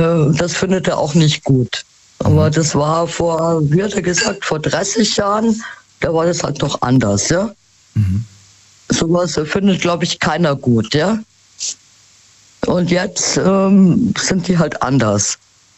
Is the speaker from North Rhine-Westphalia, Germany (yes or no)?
no; Munich, Bavaria, Germany; born there; Aber ich komme gebürtig aus München, ja?